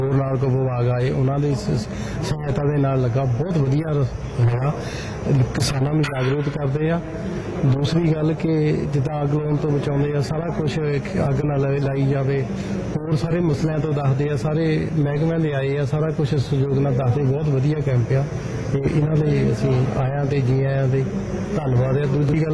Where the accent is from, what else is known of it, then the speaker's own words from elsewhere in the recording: Mehmadpur, Punjab, India; ਮੇਰਾ ਪਿੰਡ ਮਹਿਮਦਪੁਰ ਮੈਂ ਸਰਪੰਚ ਮਹਿਮਦਪੁਰ ਤੋਂ